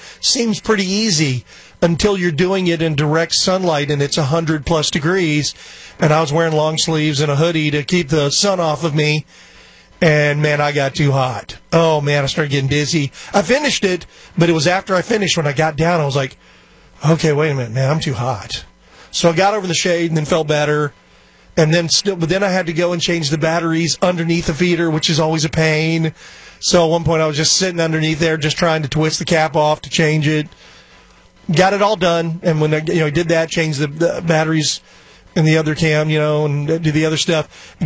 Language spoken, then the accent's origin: English; Texas, United States; those of us born and raised in Texas